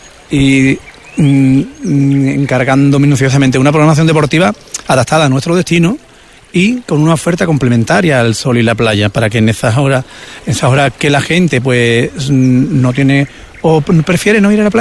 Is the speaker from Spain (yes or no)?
yes; Isla Cristina, Andalusia, Spain; De Isla Cristina, de mi pueblo